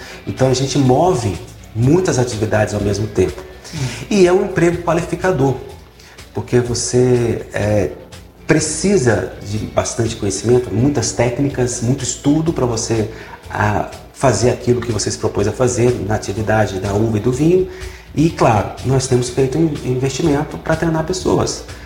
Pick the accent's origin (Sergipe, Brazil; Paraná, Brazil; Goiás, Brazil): Goiás, Brazil; Catalão; moved away as an adult; now in Brasília, Brazil; Eu nasci em Catalã, Goiás, 300 quilômetros daqui, mas vim para cá jovem, né?